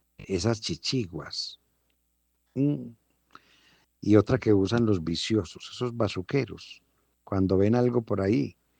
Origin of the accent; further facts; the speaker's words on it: Antioquia, Colombia; somos paisas